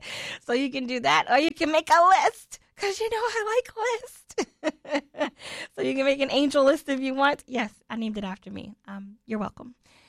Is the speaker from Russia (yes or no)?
no; Florida, United States; moved away; I'm from Florida.